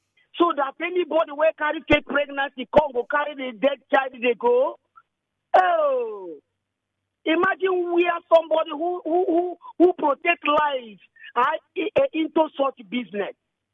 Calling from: Etche, Rivers, Nigeria; I'm calling from Eche.

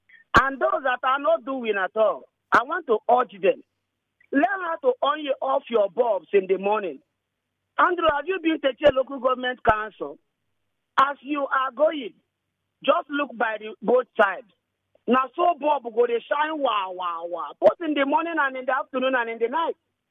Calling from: Etche, Rivers, Nigeria; I'm calling from Eche.

